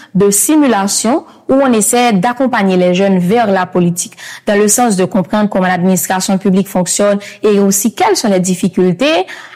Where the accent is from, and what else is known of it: Haiti